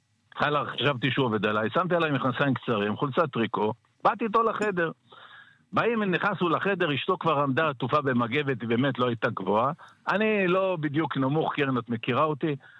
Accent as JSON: {"language": "Hebrew", "town": "Sderot", "region": "Southern District", "country": "Israel", "tie": "born or raised there", "moved": "yes", "said": "אני נולדתי בסדרות. אני עד שנת 2010 שברתי לזיקים כל החיים בסדרות."}